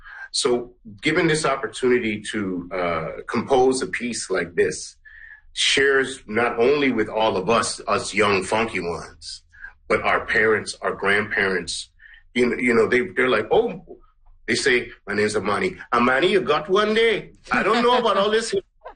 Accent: Guyana; now in Canada; I'm from Guyana, mm-hmm. So and … I'm mixed.

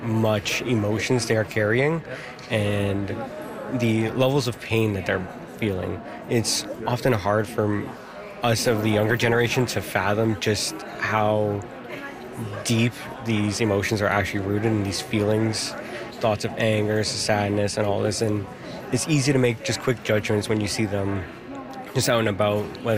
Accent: Thunder Bay, Ontario, Canada; I'm from Thunder Bay, representing Red Sky Métis Independent Nation

